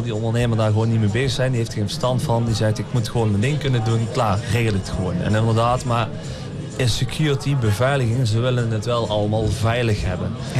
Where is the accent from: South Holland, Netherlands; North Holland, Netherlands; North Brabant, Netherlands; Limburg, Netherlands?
North Brabant, Netherlands; De Rips; also born or lived in Boxmeer; Ik kom oorspronkelijk uit de Rips.